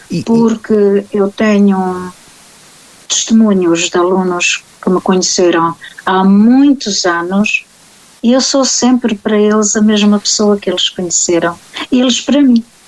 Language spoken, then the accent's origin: Portuguese; Santa Eulália, Portugal; eu era criança e na minha aldeia, em Santa Eulália